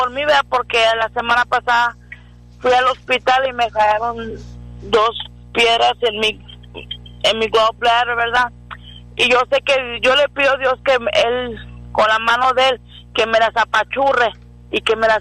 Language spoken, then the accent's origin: Spanish; Crystal City, Texas, United States; No, de Crystal City.